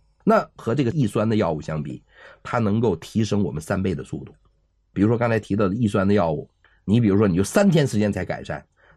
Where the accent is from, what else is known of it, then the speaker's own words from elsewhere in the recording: China; 其实从我们中国人传统的观念来讲